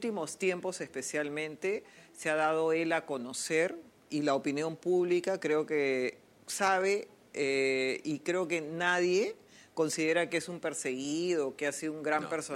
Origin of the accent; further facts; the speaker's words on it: Marcona, Ica, Peru; Yo soy de Nazca, pero de Marcona, ¿no? Yeah. Que es un distrito de la provincia de Nazca.